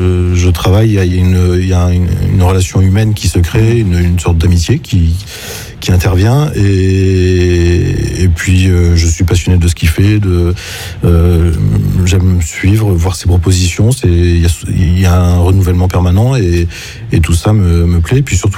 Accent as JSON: {"language": "French", "town": "Montpellier", "region": "Occitanie", "country": "France", "tie": "born or raised there", "moved": "yes", "lives_now": "Paris, France", "said": "Montpellier, qui est ma ville natale."}